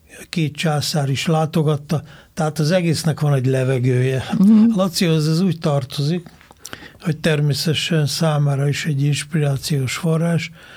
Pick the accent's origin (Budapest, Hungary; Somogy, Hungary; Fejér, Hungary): Fejér, Hungary; Székesfehérvár; Én meg székesfehérvári vagyok